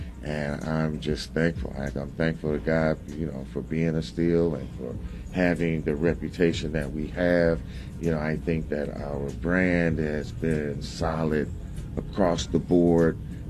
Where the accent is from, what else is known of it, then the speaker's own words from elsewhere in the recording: Gary, Indiana, United States; when I was real young, man, growing up in Gary, Indiana